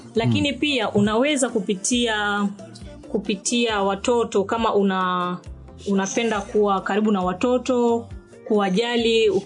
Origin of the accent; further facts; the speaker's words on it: Dar es Salaam, Tanzania; moved away as an adult; now in Germany; na ninatokea Dar es Salaam, Ubungo. Nilikuwa naishi Ubungo.